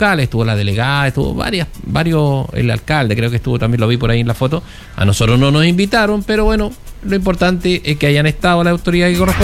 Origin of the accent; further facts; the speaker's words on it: Ovalle, Coquimbo, Chile; yo soy de Ovalle también